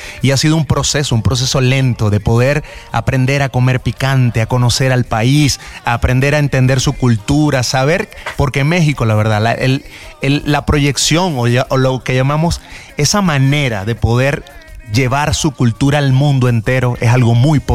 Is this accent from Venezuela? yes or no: yes; Araure, Portuguesa, Venezuela; born there; Yo nací en Araure, Venezuela, un pueblito que está a 5 horas de Caracas, un pueblo llanero